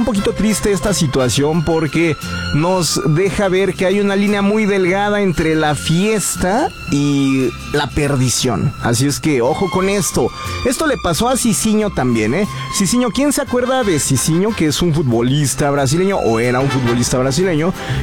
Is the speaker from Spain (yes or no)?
no; Mexico